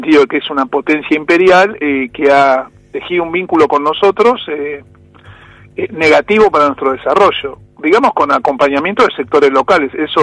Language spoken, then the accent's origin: Spanish; Argentina